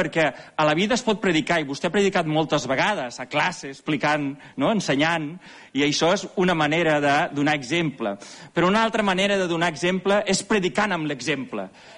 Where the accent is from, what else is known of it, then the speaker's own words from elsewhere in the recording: Reus, Catalonia, Spain; Jo vinc de Reus, i allà anàvem a una escola i me'n recordo el mestre que ens va ensenyar català